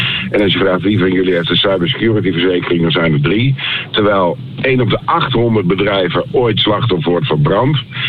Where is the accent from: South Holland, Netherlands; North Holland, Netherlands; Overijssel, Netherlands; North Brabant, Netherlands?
South Holland, Netherlands; Hoornaar; Nee. Ik heb een groot deel van mijn jeugd doorgebracht in Hoornaar.